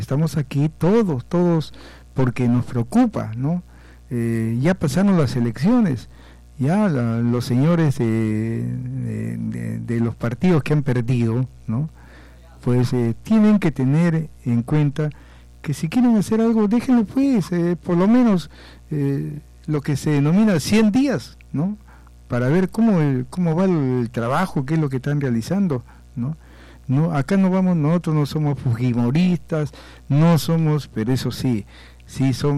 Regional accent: Peru; todos somos peruanos

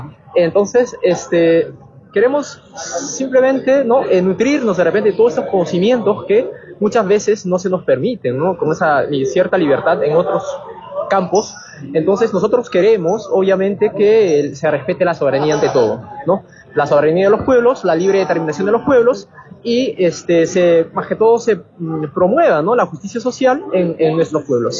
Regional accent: Sicuani, Cusco, Peru; de Sicuani, Canchis, Cusco.

